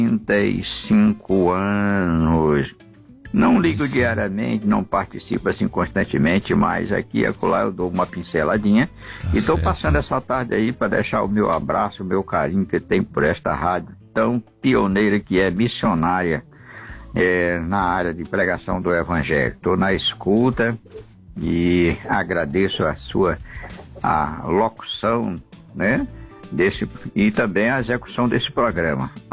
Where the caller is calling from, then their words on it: São Benedito do Rio Preto, Maranhão, Brazil; falando diretamente da Chácara Manancial, localidade Roncadeira, povoado São José dos Costas, município de São Benedito do Rio Preto, estado do Maranhão.